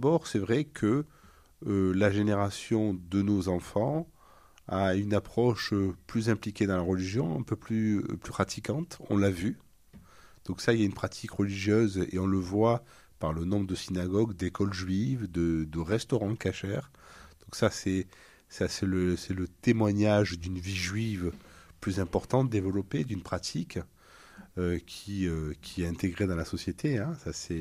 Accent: Marseille, Provence-Alpes-Côte d'Azur, France; je suis profanément français. Je suis né à Marseille, je suis né en France.

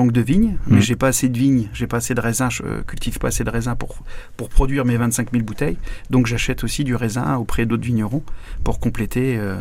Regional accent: Possesse, Grand Est, France; moved away as an adult; now in Châlons-en-Champagne, France; je suis un homme de 41 ans. Je suis originaire du village de Possès, donc c'est à une vingtaine de kilomètres de Châlons. Et voilà, je me suis installé à Châlons il y a déjà une petite quinzaine d'années.

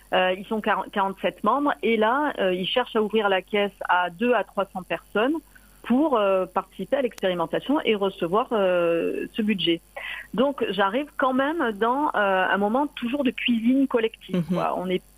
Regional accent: Marseille, Provence-Alpes-Côte d'Azur, France; moi, je viens de Marseille

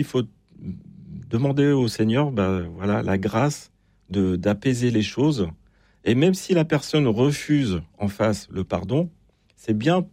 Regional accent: Brittany, France; je suis breton.

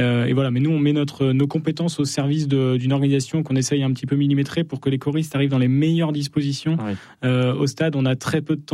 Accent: Chambéry, Auvergne-Rhône-Alpes, France; J'en suis, je viens de Chambéry.

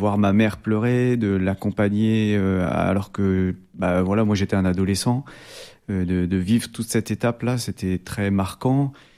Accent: Normandy, France; moved away; also born or lived in Roubaix / Mauges; je suis né à Roubaix dans le Schnorr. Okay. J'ai vécu que 6 mois là-bas, hein, et j'ai grandi en Basse Normandie. Mon papa est originaire de Caen et ma maman est du Nord.

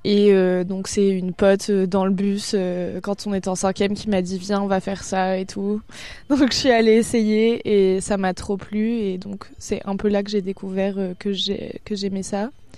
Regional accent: Auvergne-Rhône-Alpes, France; also born or lived in Lyon; Je viens du coup d'un petit village en Chartreuse, à côté de Grenoble

